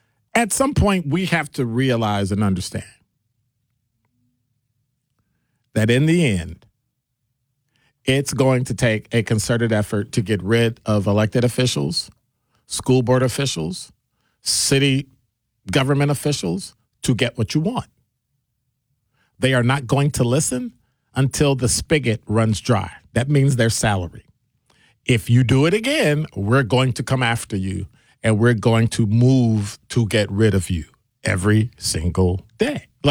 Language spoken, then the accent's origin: English; Chicago, Illinois, United States; maybe I grew up and I was, you know, awestruck or something, just growing up in Chicago.